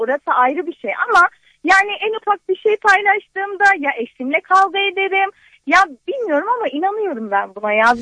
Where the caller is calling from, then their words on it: Kayseri, Turkey; ben Kayseri'den arıyorum.